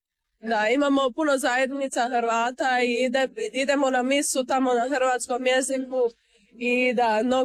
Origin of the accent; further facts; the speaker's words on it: Canada; Ja sam iz Kanade, rođena i odrasla tamo, ali došli smo tu svako ljeto i moji su iz Hrvatske. Ja bih rekla da sam jako povezana sa Hrvatskom, mi smo odrasli u Kanadi, kako sam rekla, ali smo uvijek pričali hrvatski doma